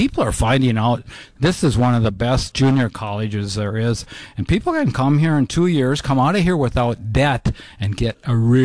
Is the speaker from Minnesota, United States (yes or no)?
yes; Minnesota, United States; moved away; also born or lived in North Dakota; I actually live in North Dakota. I came from Minnesota, but I've lived in North Dakota much longer.